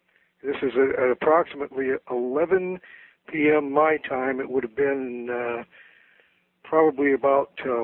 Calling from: Washington, United States; from Polesville, Washington.

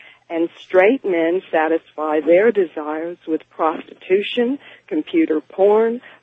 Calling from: San Antonio, Texas, United States; from San Antonio.

